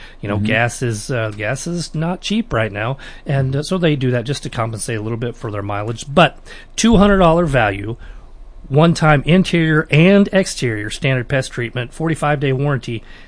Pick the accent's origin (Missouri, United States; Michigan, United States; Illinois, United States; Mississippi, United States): Missouri, United States; Sedalia; now in Otterville, United States; I grew up in Sedalia and just live outside of Otterville a little bit.